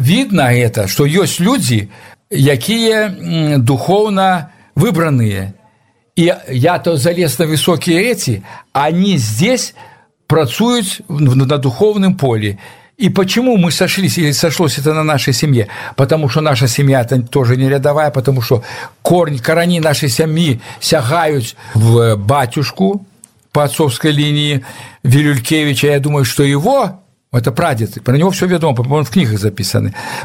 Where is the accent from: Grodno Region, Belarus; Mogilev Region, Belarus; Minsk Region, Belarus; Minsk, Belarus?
Grodno Region, Belarus; Vawkavysk; moved away as an adult; now in Moscow, Russia; мы размовляли уже в русской школе по-русски, в Волковыске в городе. А я потом закончил, поехал в Москву